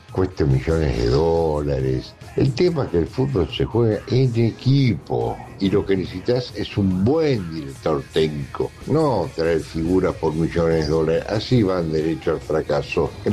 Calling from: Moreno, Buenos Aires Province, Argentina; de Moreno

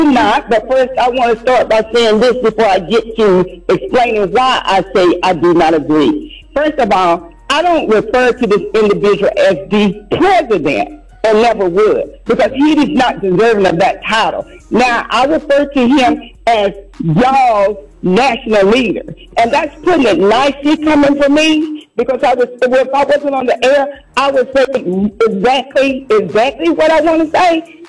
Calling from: Dixonville, Arkansas, United States; I'm hauling them logs, and I'm calling from Dixonville.

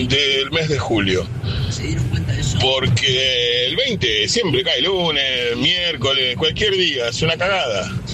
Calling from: Lanús, Buenos Aires Province, Argentina

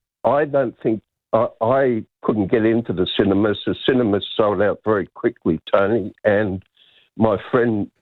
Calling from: Sydney, New South Wales, Australia; I'm from Sydney.

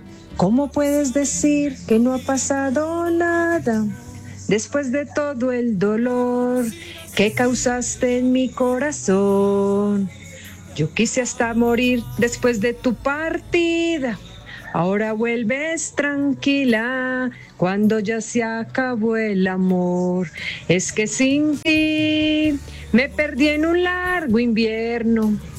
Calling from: Caldas, Antioquia, Colombia; los escucho desde Primavera de Caldas, Antioquia.

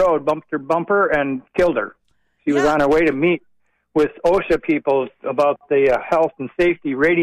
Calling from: Minnesota, United States; I'm on Glacier Lake.

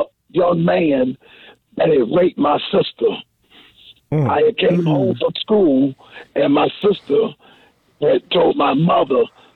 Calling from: Washington, District of Columbia, United States; I'm calling from Capitol Hill, where I work at.

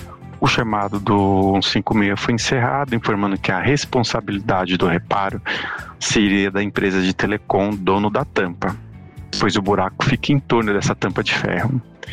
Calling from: São Paulo, Brazil; sou de São Paulo, ouvinte de vocês.

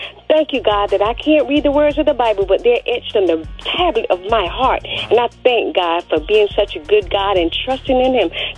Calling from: Florence, South Carolina, United States; I'm calling from Florence, South Carolina.

